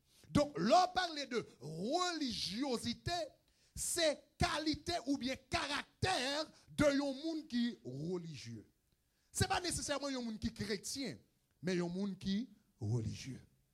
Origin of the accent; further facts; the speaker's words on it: Haiti; moi, avant, en tant qu'Haïtien, je dis, nous venons qu'on est sous le nom d'Ezuli